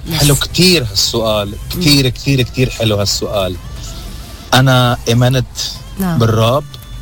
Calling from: Lebanon; أنا شخص لبناني أرمني

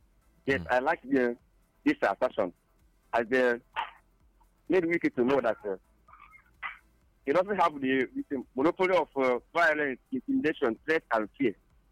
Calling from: Oru, Nigeria; I'm calling from Oru.

